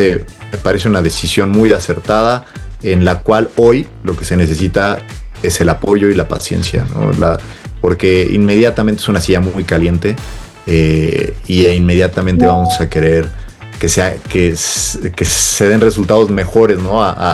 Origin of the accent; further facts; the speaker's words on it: Mexico; lo hemos vivido como mexicanos